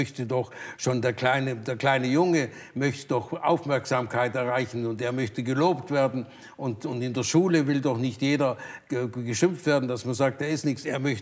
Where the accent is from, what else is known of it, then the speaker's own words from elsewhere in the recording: Burladingen, Baden-Württemberg, Germany; also born or lived in St. Blasien; Ich bin im Krankenhaus in Sigmaringen geboren worden, weil das damals so war, dass man ins Krankenhaus ging. Aber ich bin hier geboren, das ist meine Heimat. Ich war in der Volksschule hier